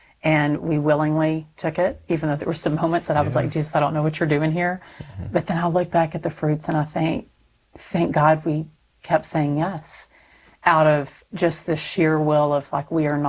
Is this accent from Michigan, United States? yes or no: no; Texas, United States; Yeah, so I'm Texan, so it should have a pronunciation guide in there